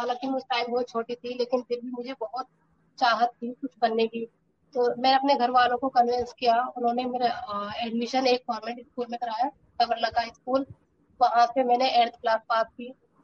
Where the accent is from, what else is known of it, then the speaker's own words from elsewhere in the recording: Rampur, Uttar Pradesh, India; और मैं रामपुर शहर से छोटे से मोहल्ले कलघर के रहने वाली हूँ।